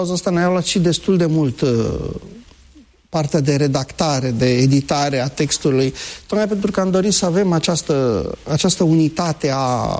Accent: Romania; chiar dacă suntem din România.

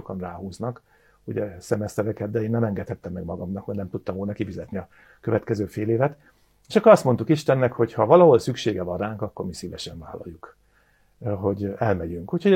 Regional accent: Hungary; now in Germany; magyarként Németországba kimentünk tanulni, ott megálltuk a helyünket

